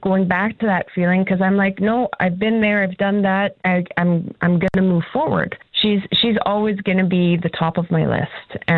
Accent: Yellowknife, Northwest Territories, Canada; Growing up in Yellowknife, the school that I went to, there were very few Indigenous people.

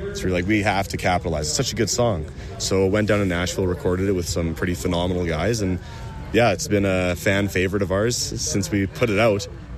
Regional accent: Camrose, Alberta, Canada; I grew up around Camrose, so not too bad of a drive for me to get here.

